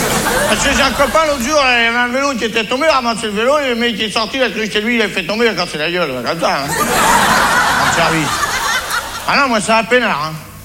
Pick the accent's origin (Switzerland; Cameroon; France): France